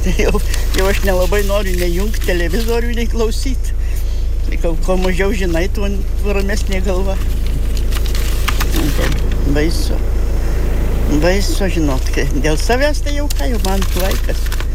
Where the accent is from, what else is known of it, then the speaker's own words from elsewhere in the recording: Igliauka, Marijampolė County, Lithuania; Čia aš ne iš čia kilus, tai aš iš Marijampolės rajono, nu, ten, nu, Igliaukos, jeigu žinot, da, nu, už Gudelių valščius buvo.